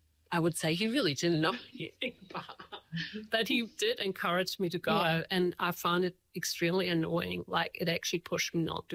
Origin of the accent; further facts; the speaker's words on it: Zurich, Switzerland; English is a second language; now in Invercargill, New Zealand; I was like from Zurich and Main Street. I was like kind of transported to this to Invercargill